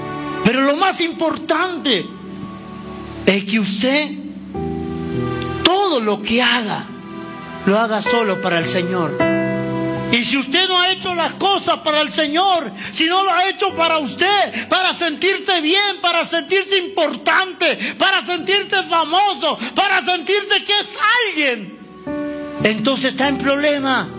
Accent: Argentina; moved away as an adult; also born or lived in Colombia; now in Santa Cruz de la Sierra, Bolivia; Mis hijos nacieron en Colombia. Yo soy argentino. He dejado mi tierra, mi familia, mi gente. ¿Y sabe dónde estamos pastoreando ahora? En Santa Cruz de la Sierra, Bolivia.

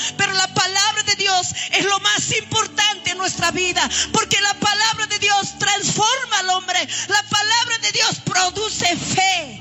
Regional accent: La Paz, Bolivia; vengo desde La Paz, Bolivia, pero el día jueves estuve llegando de Argentina.

